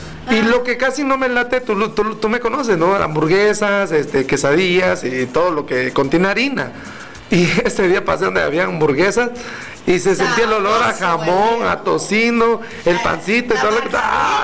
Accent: Mexico

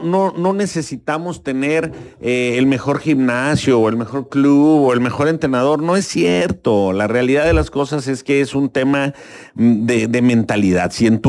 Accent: Tapachula, Chiapas, Mexico; yo soy de Tapachula, ¿no? Aquí nací

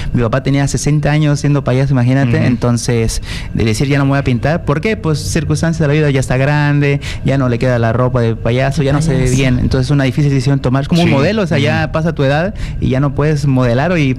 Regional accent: Chile; es una gran responsabilidad también decir que soy chileno

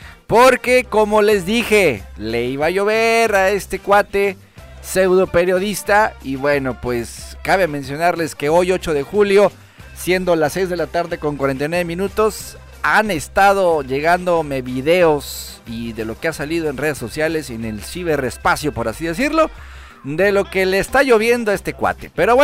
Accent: Mexico; ya los mexicanos somos noruegos

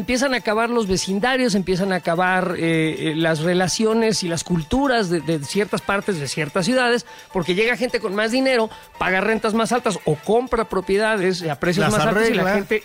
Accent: Mexico; con todo lo que nos quejamos los mexicanos

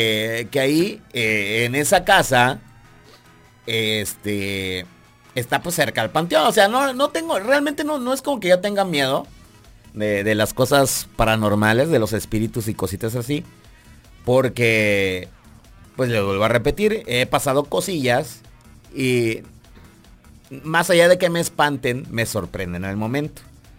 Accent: Berriozábal, Chiapas, Mexico; Sí, soy de Berrio.

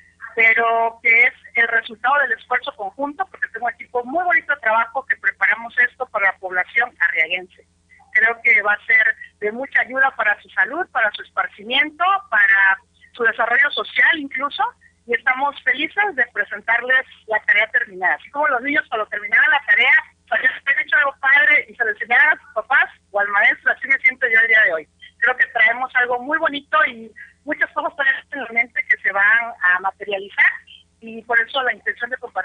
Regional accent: Tuxtla Gutiérrez, Chiapas, Mexico; Como bien lo dice nuestra amiga Vicky, vengo de Tuxtla Gutiérrez.

